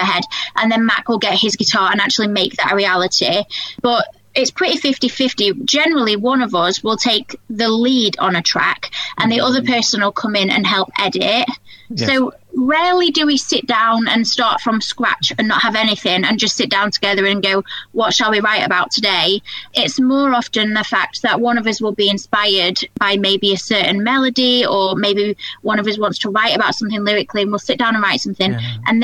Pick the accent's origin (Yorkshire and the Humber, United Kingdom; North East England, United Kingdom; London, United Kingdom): Yorkshire and the Humber, United Kingdom; Rotherham; moved away; I grew up in Rotherham, so that's basically my home city.